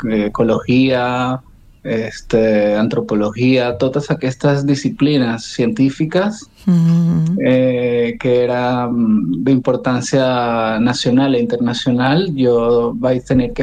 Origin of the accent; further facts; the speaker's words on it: San Antonio de los Altos, Miranda, Venezuela; Catalan is a second language; moved away; also born or lived in Caracas; Visc a San Antonio de los Altos per tota la meva joventut.